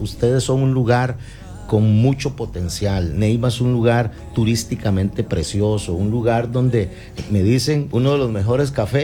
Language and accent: Spanish; Costa Rica; Miren, ¿por qué estamos acá? Somos de Costa Rica, van a venir pastores de diferentes países de Latinoamérica